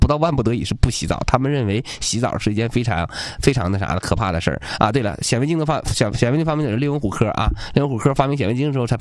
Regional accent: China; 我们中国人很在乎卫生

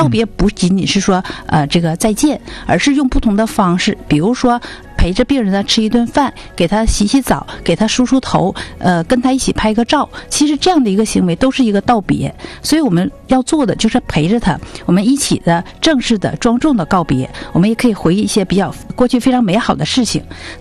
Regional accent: China; 我们中国人

